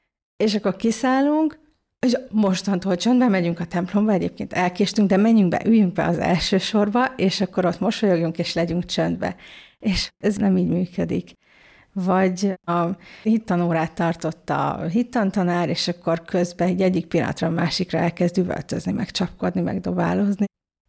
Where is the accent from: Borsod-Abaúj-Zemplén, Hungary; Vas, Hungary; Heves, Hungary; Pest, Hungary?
Pest, Hungary; Veresegyház; born there; also born or lived in Budapest